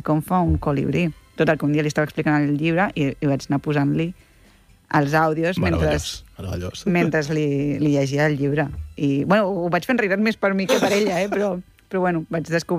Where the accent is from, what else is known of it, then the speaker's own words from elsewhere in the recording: Barcelona, Catalonia, Spain; moved away as an adult; now in Piera, Spain; soc del Raval de Barcelona. I com que ja fa uns anys que visc a Piera